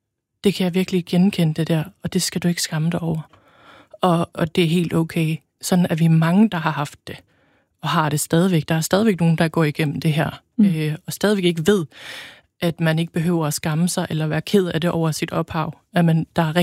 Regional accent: Greenland; Det er jo ligesom det, der afslører, at jeg er fra Grønland.

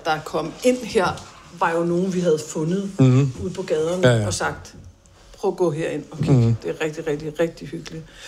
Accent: Bornholm, Capital Region of Denmark, Denmark; Jeg følte lidt, at jeg var med i sådan en dårlig dansk film om at komme til provinsen som bornholmer.

